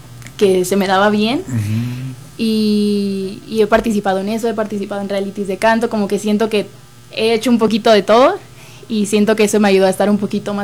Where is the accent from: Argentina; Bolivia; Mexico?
Mexico; Monterrey, Nuevo León; now in Mexico City, Mexico; vengo de Monterrey